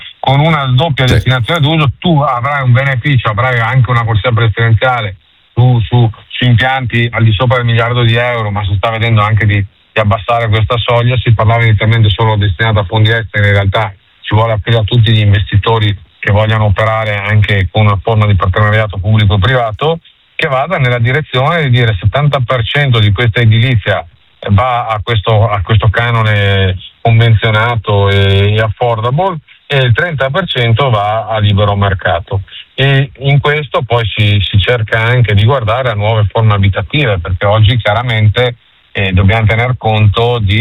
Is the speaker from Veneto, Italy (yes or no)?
yes; Padua, Veneto, Italy; Io sono padovano